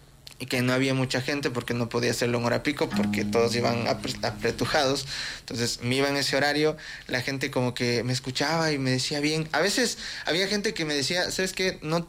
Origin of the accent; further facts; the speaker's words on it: Quito, Pichincha, Ecuador; Soy un joven quiteño